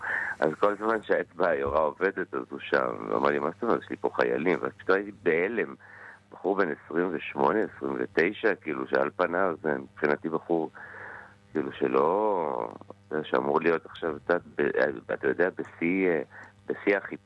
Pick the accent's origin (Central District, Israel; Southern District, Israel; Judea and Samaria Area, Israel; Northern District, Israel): Northern District, Israel; Hosen; הבית שגדלתי בו במושב בגליל